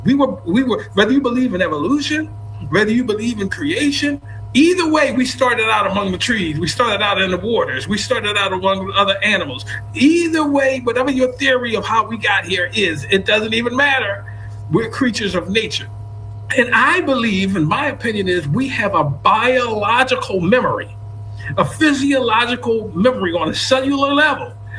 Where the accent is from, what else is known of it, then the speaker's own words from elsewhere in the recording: United States; moved away; And I am also from the Black Bottom. We just simply called it the Bottom when I was coming up. But I am also a product of the Bottom.